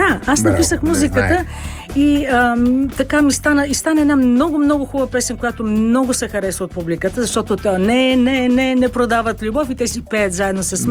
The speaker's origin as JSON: {"language": "Bulgarian", "town": "Burgas", "region": "Burgas Province", "country": "Bulgaria", "tie": "born or raised there", "moved": "yes", "lives_now": "Sofia, Bulgaria", "said": "Аз обичам много моя роден град и даже наскоро си купих и жилище там."}